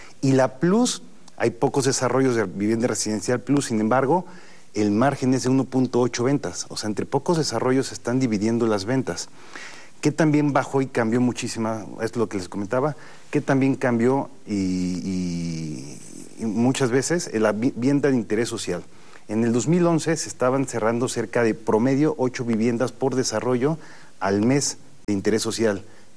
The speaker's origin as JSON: {"language": "Spanish", "region": "Mexico City", "country": "Mexico", "moved": "as an adult", "lives_now": "Puebla, Mexico", "said": "Yo soy de la Ciudad de México y fui a Puebla hace 15 años"}